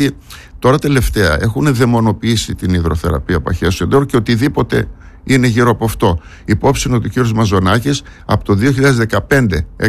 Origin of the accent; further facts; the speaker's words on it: Greece; ότι είμαι ένας Έλληνας του εξωτερικού με αυτές τις ειδικότητες, τις σπάνιες, και θέλω να έρθω ξανά στην Ελλάδα να συμβάλλω, εν πάση περιπτώσει, όσο μπορώ στην πατρίδα μου.